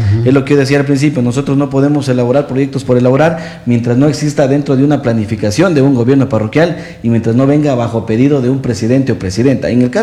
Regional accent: San Pedro de Vilcabamba, Loja, Ecuador; siempre seré agradecido de mi pueblo de San Pedro de Vilcabamba

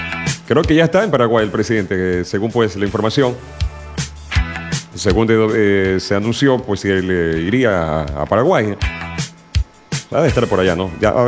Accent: Ecuador; Como todo un ecuatoriano

